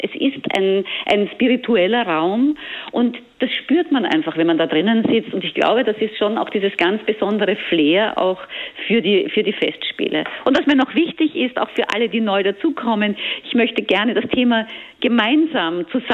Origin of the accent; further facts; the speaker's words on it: Vienna, Austria; accent: Austrian; Und wie man an meiner Sprache hört, bin ich ja auch Österreicherin, Wienerin sogar.